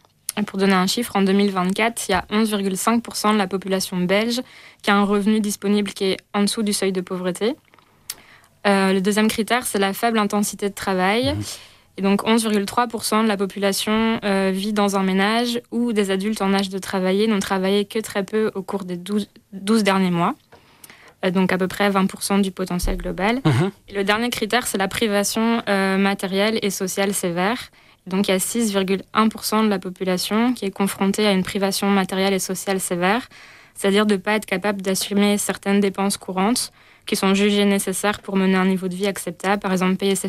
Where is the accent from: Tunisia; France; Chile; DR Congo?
France; moved away as an adult; now in Belgium; je suis française et je suis volontaire permanente à ATD Quart-Monde. Je suis en Belgique depuis 4 ans